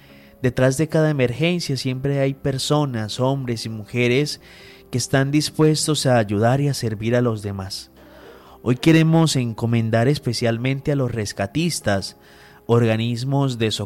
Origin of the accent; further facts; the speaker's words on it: Colombia; como colombianos y como diócesis de Cúcuta